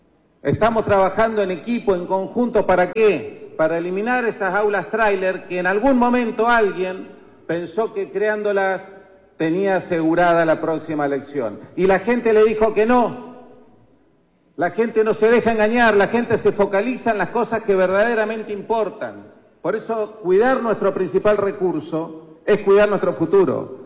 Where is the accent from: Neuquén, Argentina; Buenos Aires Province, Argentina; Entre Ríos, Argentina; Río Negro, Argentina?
Neuquén, Argentina